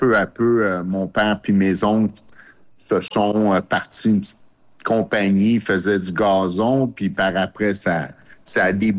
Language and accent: French; Laval, Quebec, Canada; born there; also born or lived in Montreal; Oui, je suis né à Montréal. J'ai habité à Laval pendant 24 ans. Puis par après, je suis déménagé sur la couronne nord de Laval.